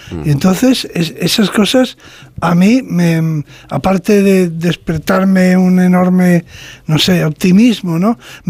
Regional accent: Spain; somos los españoles un pueblo culto, un pueblo muy culto.

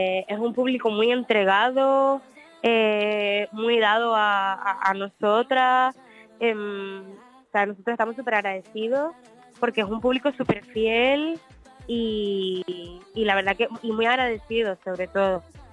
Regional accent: Canary Islands, Spain; Y sí, a mí me recuerda mucho a mi tierra, por supuesto.

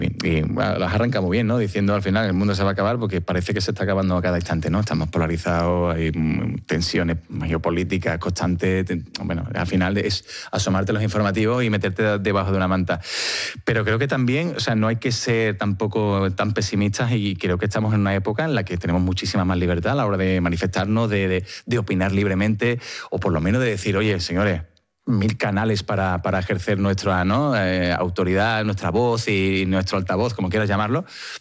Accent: Seville, Andalusia, Spain; todo el mundo sabe que yo soy del Sevilla y soy de una ciudad que se vive con mucha pasión.

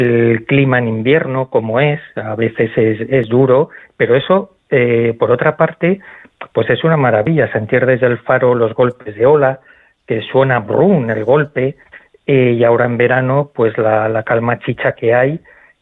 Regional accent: Madrid, Community of Madrid, Spain; soy de Madrid.

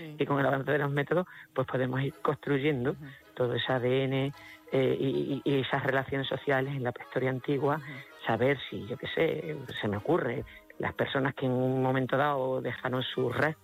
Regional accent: Extremadura, Spain

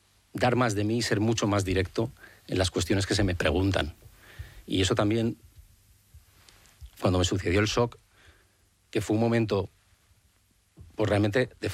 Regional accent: Spain; Yo, evidentemente, espero el tiempo prudencial, como cualquier español, de cuando me vaya a tocar y poder hacerme la intervención.

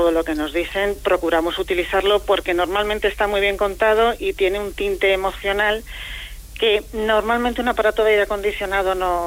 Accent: Madrid, Community of Madrid, Spain; accent: castizo; igual me notas el acento un poco castizo porque soy de Madrid o de Madrid Chamberí.

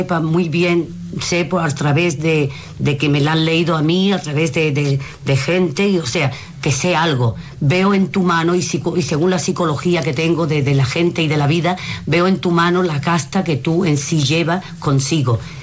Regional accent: Andalusia, Spain; porque yo soy del sur, yo soy, sí, andaluza

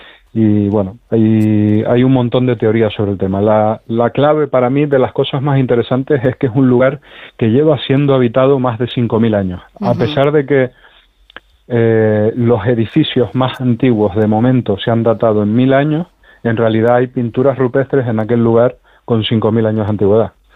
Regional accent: Canary Islands, Spain; Bueno, soy canario, o sea, que subimos y bajamos todos los días a las montañas. Las islas son muy, muy escarpadas y yo vivo en Tenerife, tenemos el Teide, son casi 4.000 metros.

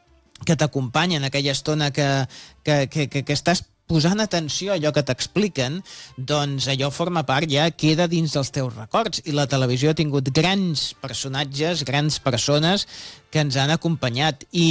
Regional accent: Barcelona, Catalonia, Spain; De Sants, sí, som Sants, perquè sí, sí. Som de Sants, som de Sants de tota...

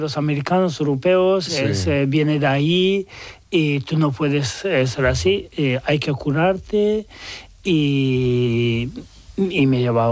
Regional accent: Tehran, Tehran Province, Iran; born or raised there; Spanish is a second language

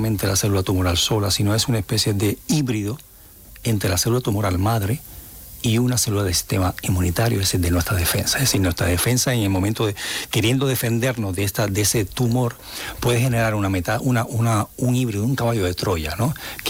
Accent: Cuba; accent: Cuban; moved away; yo soy cubano, como te puedes dar cuenta de por mi acento, aunque llevo 32 años en este país, y este es mi país, de hecho

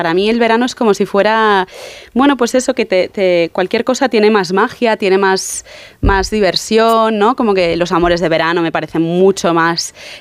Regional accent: Barcelona, Catalonia, Spain; yo es que soy de Barcelona

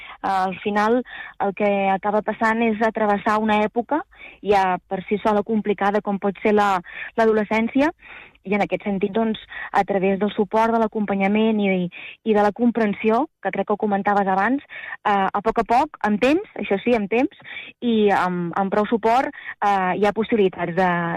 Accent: El Pla de Santa Maria, Catalonia, Spain; Jo sóc del Pla de Santa Maria, just al costat

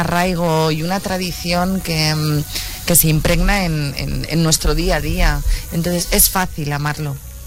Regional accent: Valladolid, Castile and León, Spain; Soy de una tierra vitícola, soy de Valladolid

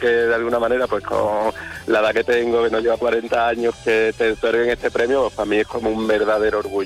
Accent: Andalusia, Spain; como andaluces, además, tenemos la suerte de tener una historia vastísima, de tener una cultura enorme y de haber sido un crisol de culturas y bueno, tenemos que estar orgullosos de eso, ¿no?, de ser andaluces.

